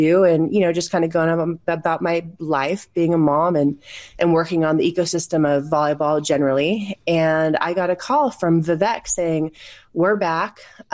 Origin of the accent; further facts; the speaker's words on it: California, United States; I'm from the Bay Area. NorCal changed my life. Growing up in the environment, you know, in the 80s and 90s with the Warriors and the Niners and the Giants, and no one ever lost.